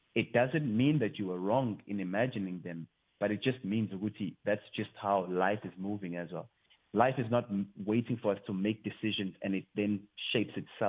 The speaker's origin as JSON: {"language": "English", "town": "Greytown", "region": "KwaZulu-Natal", "country": "South Africa", "tie": "born or raised there", "also_born_or_lived": "Pietermaritzburg, KwaZulu-Natal", "moved": "as an adult", "lives_now": "Cape Town, South Africa", "said": "now based in Cape Town, but I was born in Pietermaritzburg, KwaZulu-Natal, and then I was adopted at Greytown. So I grew up in Greytown with a lot of siblings."}